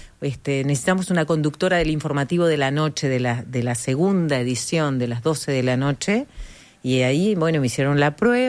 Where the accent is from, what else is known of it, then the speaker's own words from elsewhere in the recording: Uruguay; moved away; cuando me fui de Uruguay en el año 84 estaba recién comenzando la reapertura.